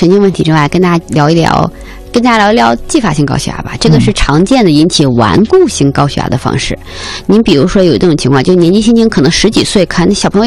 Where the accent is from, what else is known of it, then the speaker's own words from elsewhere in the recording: Northeast China, China; 我们东北人